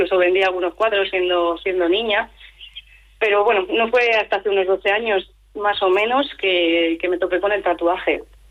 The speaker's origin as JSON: {"language": "Spanish", "town": "Logroño", "region": "La Rioja", "country": "Spain", "said": "Soy riojana, logroñesa. Bueno, con raíces también valencianas. Mi padre es riojano, de aquí de Logroño, y mi madre es de Valencia."}